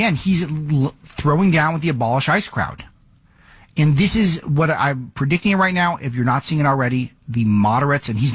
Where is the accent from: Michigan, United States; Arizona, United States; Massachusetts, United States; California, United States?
California, United States; Los Angeles; I was born in Cedars-Sinai Hospital, Beverly Hills. Grew up in West L.A., Walter Reed Middle School, Harvard-Westlake High School. Moved back to the Valley, moved to Brentwood.